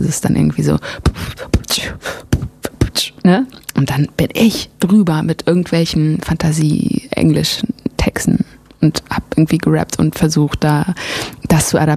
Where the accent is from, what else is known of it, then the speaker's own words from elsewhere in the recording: Germany; first language German; weil ich bin ja Deutsch und das ist meine Muttersprache.